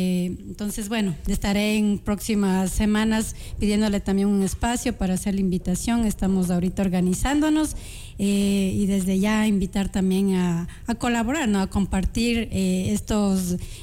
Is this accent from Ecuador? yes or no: yes; Ambato, Tungurahua, Ecuador; born there; yo en mis tiempos de colegio, yo estudié en Ambato